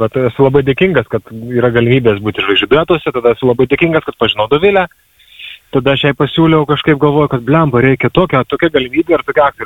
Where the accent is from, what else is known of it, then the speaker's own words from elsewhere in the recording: Panemunė, Kaunas County, Lithuania; Aš užaugau prie Kauno, aš užaugau Panemunėj, užaugau prie Kauno.